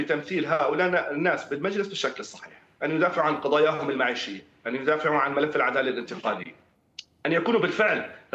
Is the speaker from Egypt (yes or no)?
no; Syria